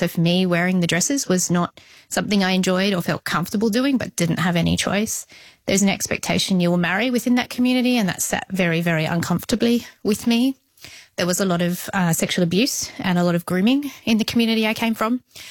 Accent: Australia; I am obviously Australian. I was raised fifth generation inside the group here in Australia. I came from a rural remote community

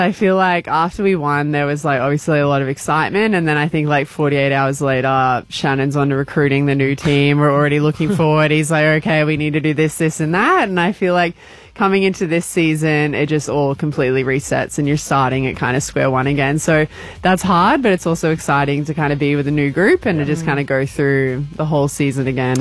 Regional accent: Germany; moved away as an adult; I'm 32 years old. I'm from Germany

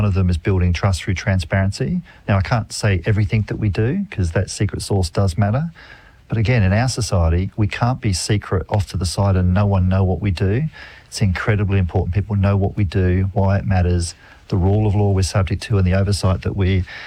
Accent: South Australia, Australia; also born or lived in England; I was from South Australia.

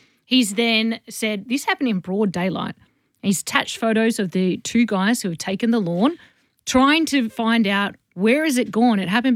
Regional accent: Sydney, New South Wales, Australia; Where I grew up in Sydney, there is no nature strip.

